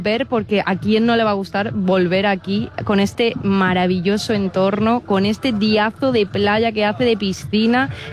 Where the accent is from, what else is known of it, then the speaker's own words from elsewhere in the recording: Almería, Andalusia, Spain; ¿Qué vamos a decir nosotros siendo almeriense?